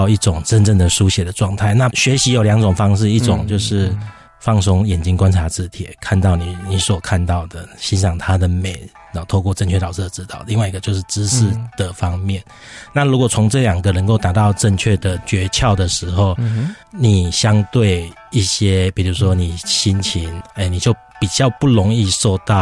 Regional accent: Lukang, Changhua County, Taiwan; 有时候我们来自鹿港，也是算乡下地区的小孩，

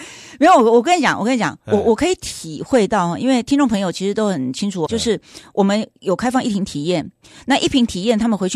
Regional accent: Taiwan; 也是因为我们台湾人吃钙质吃得很努力

